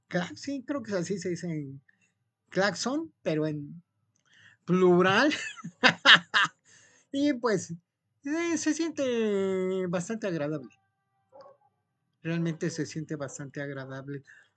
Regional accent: Mexico; todos los que somos mexicanos

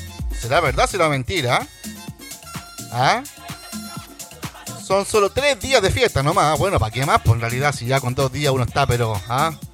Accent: Chile; nosotros como chilenos

